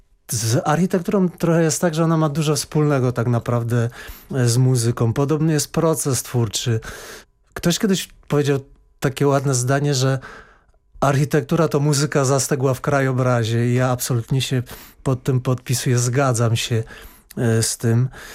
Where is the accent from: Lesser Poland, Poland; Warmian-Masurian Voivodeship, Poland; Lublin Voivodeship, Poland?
Lesser Poland, Poland; accent: góral (highlander); ja jestem góralem, że tam wyrosłem, że tam się wychowałem, że jestem przesiąknięty i gwarą, i tradycją, i góralską muzyką